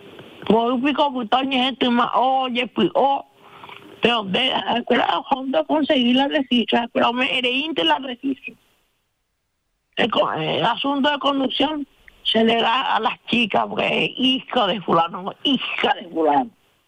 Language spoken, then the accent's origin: Spanish; Paraguay; todos somos paraguayos